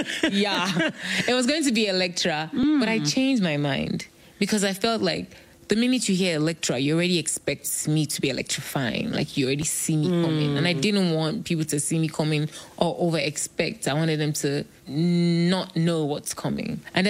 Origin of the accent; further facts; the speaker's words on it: Nigeria; We come from Nigeria now. Who wants to be a musician?